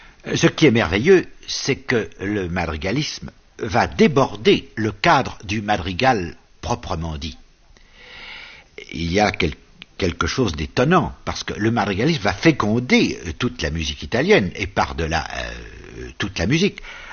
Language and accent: French; France; chez nous, en France